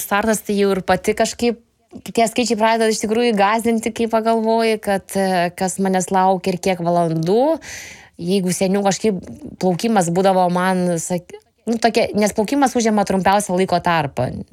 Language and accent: Lithuanian; Panevėžys, Panevėžys County, Lithuania; aš garsinu ir Lietuvą, ir savo gimtąjį miestą Panevėžį.